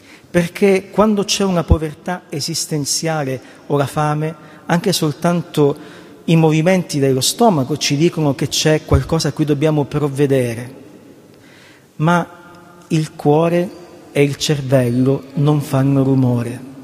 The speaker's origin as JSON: {"language": "Italian", "town": "Reggio Calabria", "region": "Calabria", "country": "Italy", "said": "io provengo da Reggio Calabria, Bova"}